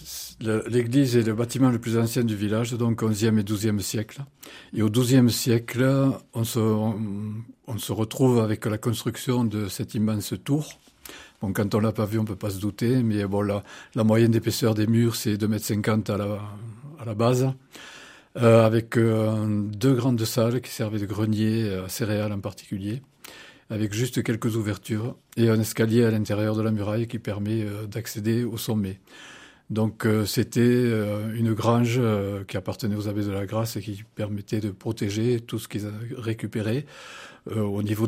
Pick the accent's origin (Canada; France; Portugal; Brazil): France; Carcassonne, Occitanie; also born or lived in Toulouse; now in Cascastel-des-Corbières, France; Je suis né à la maternité au bout du Pont Vieux, à Carcassonne, et j'ai été baptisé à Notre-Dame de la Santé. Ensuite, donc, mon père était viticulteur à Cascastel. Et j'ai fait mon enseignement secondaire à Carcassonne, d'abord à l'abbaye, ensuite à Stanislas, ensuite à la fac de droit à Toulouse